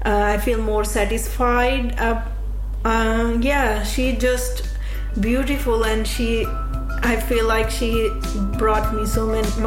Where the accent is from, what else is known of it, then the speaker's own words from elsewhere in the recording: India; moved away as an adult; I'm from Indian background